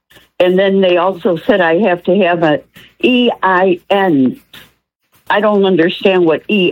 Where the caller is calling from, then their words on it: Sun City Center, Florida, United States; I'm calling right from Sun City Center.